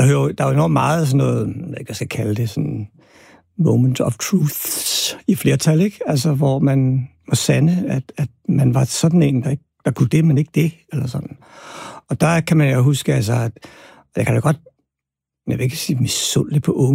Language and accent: Danish; Albertslund, Capital Region of Denmark, Denmark; jeg voksede op i Albertslund på Villavej, og det, der hedder Soveby.